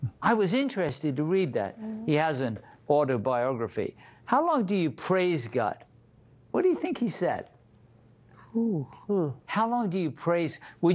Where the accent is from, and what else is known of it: Bristol, South West England, United Kingdom; born or raised there